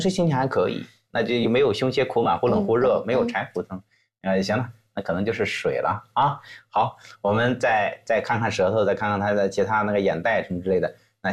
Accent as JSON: {"language": "Chinese", "country": "China", "said": "那对于我们中国人而言的话呢，我们喜欢相对这个丰盛一点，"}